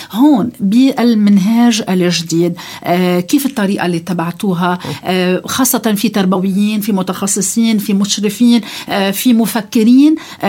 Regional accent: Lebanon; نحن بهمنا كلبنانيين

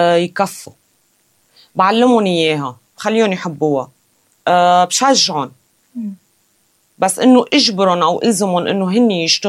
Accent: Lebanon; نحن اليوم كلبنانيين معودين انه على هول الاجواء

